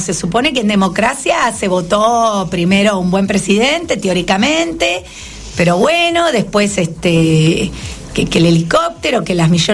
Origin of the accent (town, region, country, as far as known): Argentina